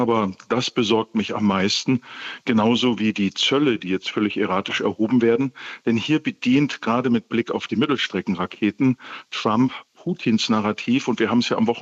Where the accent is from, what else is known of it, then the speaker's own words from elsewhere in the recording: Germany; Und wir sollten uns auch persönlich in Europa sehr klar werden als Deutsche, dass inzwischen wir mehr von der Ukraine abhängig sind als die Ukraine von uns.